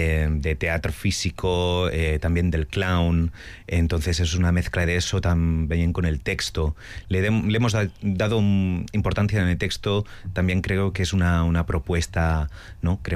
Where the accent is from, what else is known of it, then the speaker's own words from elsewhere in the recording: Catalonia, Spain; yo soy catalán